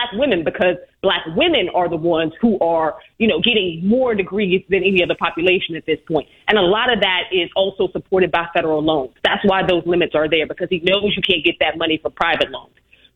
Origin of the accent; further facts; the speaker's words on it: Chicago, Illinois, United States; I'm originally from South Shore.